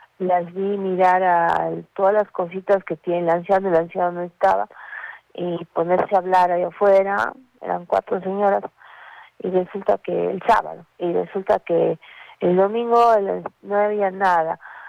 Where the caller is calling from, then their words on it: Arequipa, Peru; soy del Cercado.